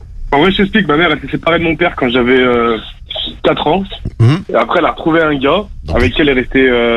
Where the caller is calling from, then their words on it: Lyon, Auvergne-Rhône-Alpes, France; j'ai 27 ans, je viens de Lyon.